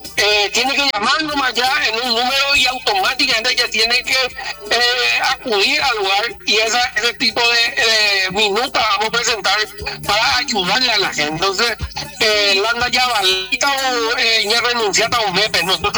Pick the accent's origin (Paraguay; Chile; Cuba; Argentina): Paraguay; Ciudad del Este, Alto Paraná; born there; Yo vine en Ciudad del Este bajo un árbol